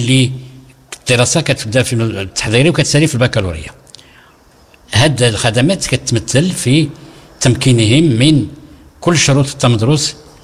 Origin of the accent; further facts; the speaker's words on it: Morocco